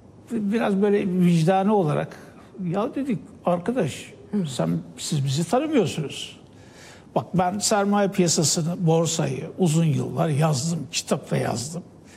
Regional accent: Trabzon, Turkey; Ben Trabzonluyum.

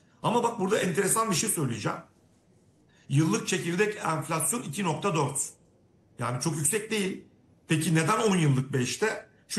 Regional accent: Diyarbakır, Diyarbakır Province, Turkey; Ben Diyarbakırlıyım. Bizim Diyarbakır'da bir Mardin Kapı diye bir mahalle falan vardır.

